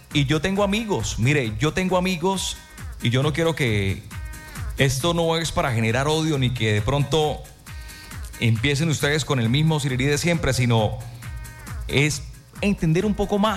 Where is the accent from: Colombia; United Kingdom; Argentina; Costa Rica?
Colombia; yo soy colombiano